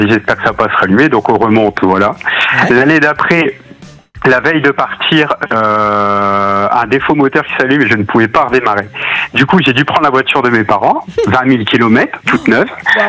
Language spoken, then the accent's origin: French; Hauts-de-France, France; On part en vacances, donc je suis du Nord, mon accent doit s'entendre.